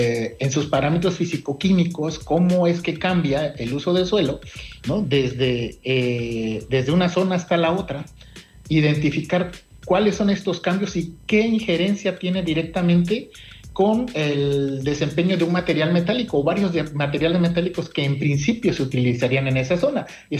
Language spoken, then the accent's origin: Spanish; Salina Cruz, Oaxaca, Mexico; Yo soy de Salina Cruz, Oaxaca, ¿no? Es una zona de el otro lado de lo que es Coatzacoalcos, ¿no? En la zona del Pacífico, y pues uno crece con esas carreteras transísmicas